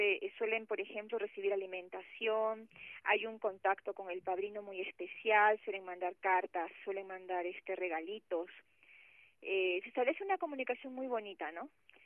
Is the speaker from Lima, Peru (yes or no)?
yes; Lima, Peru; Yo soy de Lima, Perú